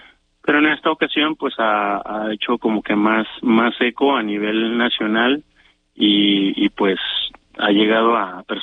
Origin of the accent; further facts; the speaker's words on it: Mazatlán, Sinaloa, Mexico; Por ejemplo, yo que vengo de Mazatlán, pues la violencia está ahorita en estado